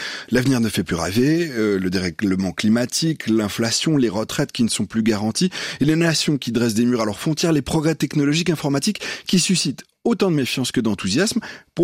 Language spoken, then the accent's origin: French; Switzerland; chez nous, en Suisse